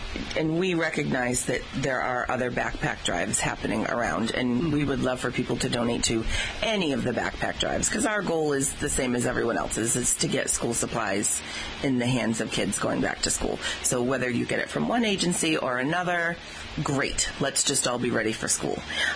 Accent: Taunton, Massachusetts, United States; I'm from Taunton

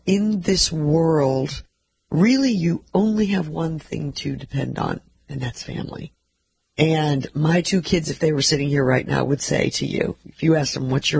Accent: Missouri, United States; We're both from Missouri, and he's been on this journey with me, and it's great.

